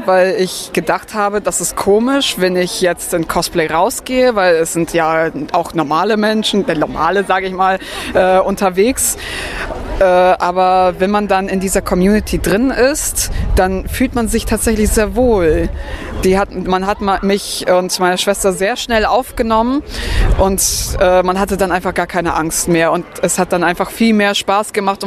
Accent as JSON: {"language": "German", "town": "Oldenburg", "region": "Lower Saxony", "country": "Germany", "said": "Aus Niedersachsen, Bereich Oldenburg."}